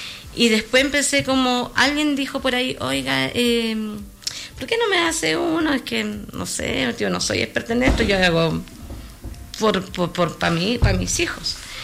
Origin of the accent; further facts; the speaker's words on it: Santiago, Santiago Metropolitan Region, Chile; moved away as an adult; now in Teno, Chile; Puedo decir que soy oriunda de Santiago, pero tenina de corazón toda la vida en el fondo, porque mi vida partió desde pequeña viajando a Teno de todas mis vacaciones de niña, así que conozco Teno de toda la vida.